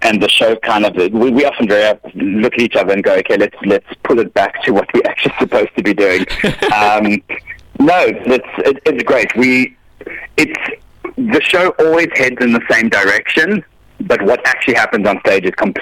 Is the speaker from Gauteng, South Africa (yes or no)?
no; Somerset West, Western Cape, South Africa; and funny enough, I grew up in Somerset West.